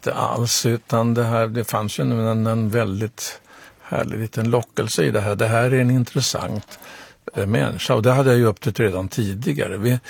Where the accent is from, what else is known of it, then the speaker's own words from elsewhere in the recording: Stockholm, Stockholm County, Sweden; för jag är nämligen uppvuxen på Fredrikshovsgatan, för pappa var präst i Oscarskyrkan 19 år, så det var det här jag sprungit som barnsben.